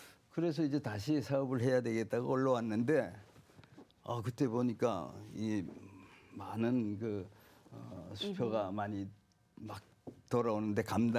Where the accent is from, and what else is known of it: Taebaek, Gangwon, South Korea; born or raised there